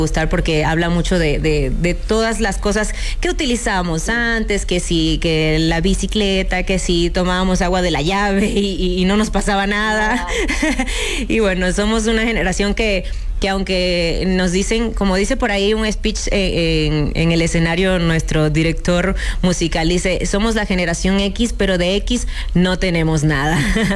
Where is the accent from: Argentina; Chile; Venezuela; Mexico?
Venezuela; yo soy venezolana, pero crecí escuchando y viendo televisión mexicana